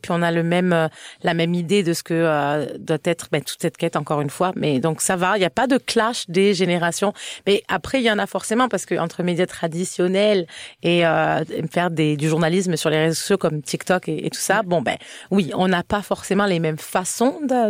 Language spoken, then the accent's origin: French; France; now in Canada; ça m'arrive très souvent de recevoir des messages qui viennent déjà me critiquer parce que je suis française. Donc tu sais, il y a quelque chose, je suis une française qui parle du Québec à la télé